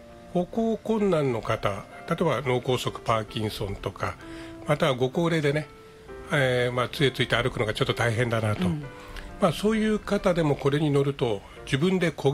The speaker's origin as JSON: {"language": "Japanese", "town": "Yokohama", "region": "Kanagawa", "country": "Japan", "tie": "born or raised there", "also_born_or_lived": "Kagoshima / Tokyo / Chiba", "lives_now": "Amami, Japan", "said": "で生まれてすぐに、親の仕事の関係で、東京中野に移って、はい、でそれから千葉柏、神奈川の横浜で育ってます。"}